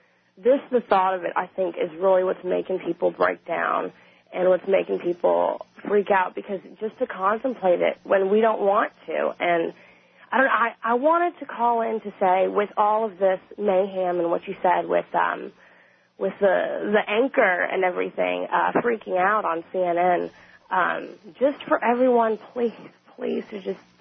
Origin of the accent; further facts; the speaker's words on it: New Orleans, Louisiana, United States; because we're all from New Orleans, and it's not really sinking in completely